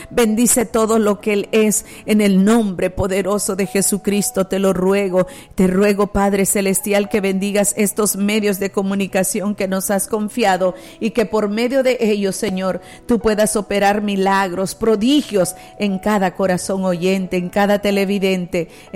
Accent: El Salvador; Yo recuerdo que en una campaña evangelística al aire libre en mi país, El Salvador

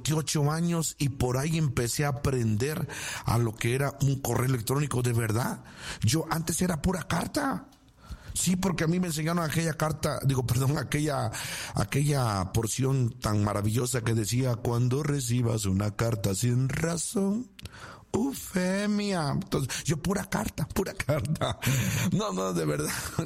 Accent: Mexico; born there; De este lado del río, para acá, para del lado mexicano, para acá, para donde yo nací

